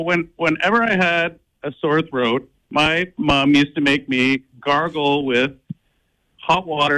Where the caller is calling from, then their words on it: Powell River, British Columbia, Canada; from Powell River.